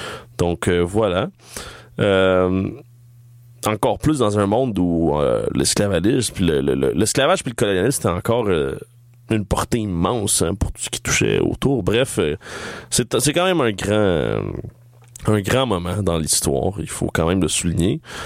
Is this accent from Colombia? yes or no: yes; Colombia; now in Montreal, Canada; la musique colombienne et à ce peuple qui souffre, le peuple de mon pays natal